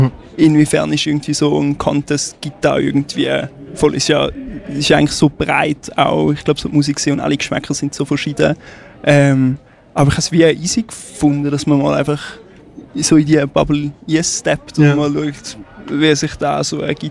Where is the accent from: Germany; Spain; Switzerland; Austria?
Switzerland; Thurgau; born or raised there; now in Schaffhausen, Switzerland